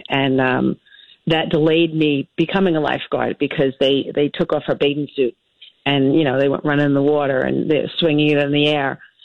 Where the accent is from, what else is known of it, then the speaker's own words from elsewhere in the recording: Brooklyn, New York, United States; I grew up in Brooklyn, and, you know, I didn't take any nonsense from anyone.